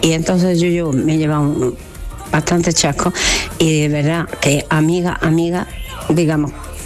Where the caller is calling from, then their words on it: Villafranca de Córdoba, Andalusia, Spain; de Villafranca.